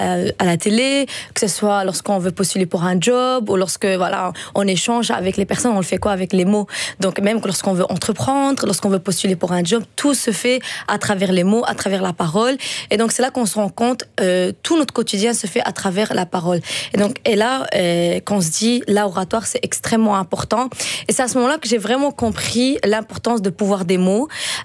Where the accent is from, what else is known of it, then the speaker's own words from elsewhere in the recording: Antwerp, Flanders, Belgium; first language Dutch; French is a second language; Parce que moi, j'ai grandi à Anvers. J'étais néerlandophone de base.